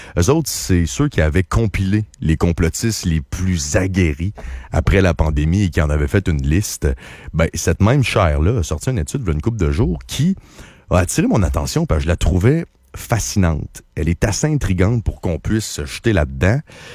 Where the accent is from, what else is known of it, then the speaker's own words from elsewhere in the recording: Quebec, Canada; Je suis un Québécois, je fais partie du peuple.